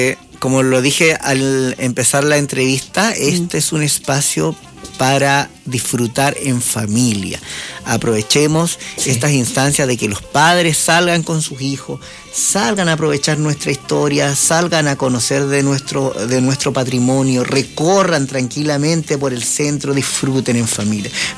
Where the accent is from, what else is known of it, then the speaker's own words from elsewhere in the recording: La Serena, Coquimbo, Chile; Si somos la ciudad de los campanarios